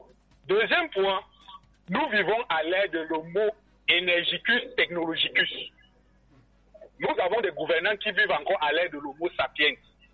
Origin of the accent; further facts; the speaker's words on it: Garoua, North, Cameroon; moved away; moi j'ai grandi à Garoua.